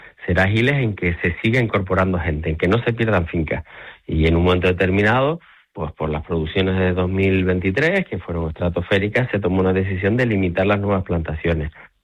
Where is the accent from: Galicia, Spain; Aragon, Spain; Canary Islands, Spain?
Canary Islands, Spain; Los Llanos de Aridane; Yo soy de los Llanos de Aridanes.